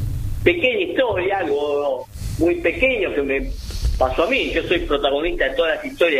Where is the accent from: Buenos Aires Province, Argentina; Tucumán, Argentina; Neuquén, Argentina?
Buenos Aires Province, Argentina; La Lucila del Mar; yo soy de la Lucila Armá. Y la Lucila Armá es un pintoresco pueblito que está recostado sobre la costa atlántica argentina.